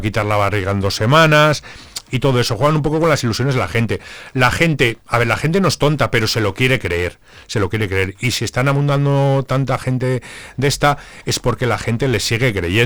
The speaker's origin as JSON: {"language": "Spanish", "town": "Zamora", "region": "Castile and León", "country": "Spain", "said": "y cuando me encuentro a mis compañeros saben que yo soy de Zamora."}